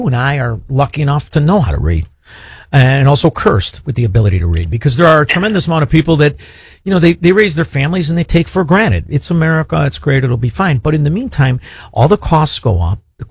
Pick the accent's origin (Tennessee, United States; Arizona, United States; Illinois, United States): Illinois, United States; Chicago; We're from Chicago that celebrated stealing the presidential election since 1960.